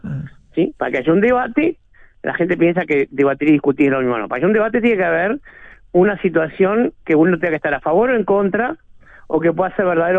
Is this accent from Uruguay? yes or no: yes; Uruguay